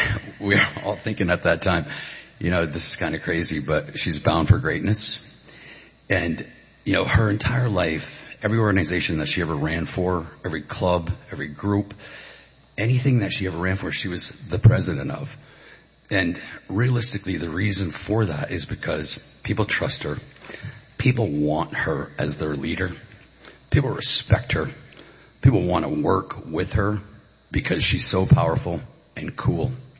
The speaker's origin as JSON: {"language": "English", "town": "Caribou", "region": "Maine", "country": "United States", "said": "I'm from Caribou, Maine."}